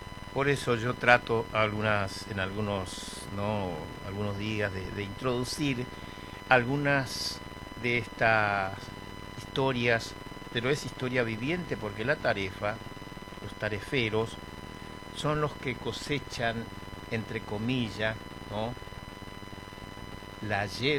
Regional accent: Presidencia de la Plaza, Chaco, Argentina; moved away; Saludo para mi gente de Presidencia de la Plaza, mi pueblo allá en el Chaco.

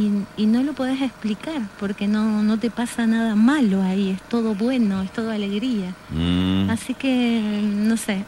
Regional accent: Entre Ríos, Argentina; born there; also born or lived in Buenos Aires; now in Belén, Argentina; vengo de Entre Ríos. En realidad nací en Entre Ríos. Viví en Buenos Aires. Ahora estoy viviendo en Belén, Catamarca.

